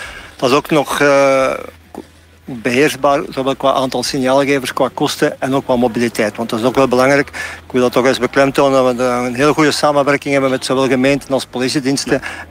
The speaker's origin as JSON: {"language": "Dutch", "town": "Nieuwrode", "region": "Flanders", "country": "Belgium", "tie": "born there", "said": "het parcours van vorig jaar dat over Nieuwrode gaat, mijn geboortedorp."}